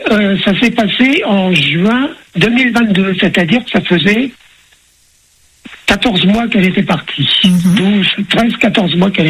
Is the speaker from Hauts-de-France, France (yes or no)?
yes; Amiens, Hauts-de-France, France; born there; also born or lived in Villers-Bretonneux; En décembre 42, je suis 49, on a quitté Villers-Bretonneux, on est allé habiter à Amiens. Donc, j'ai fait toutes mes études à Amiens